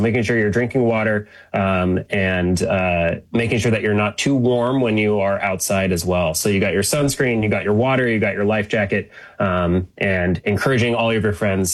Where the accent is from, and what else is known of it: Federal Way, Washington, United States; born or raised there